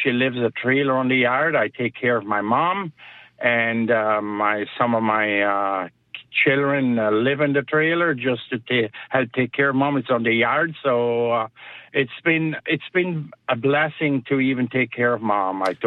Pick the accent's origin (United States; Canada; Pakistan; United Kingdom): Canada; Manitoba; My dad, where I grew up most of my life in Christmas Ring Colony. I was born in St. Pierre.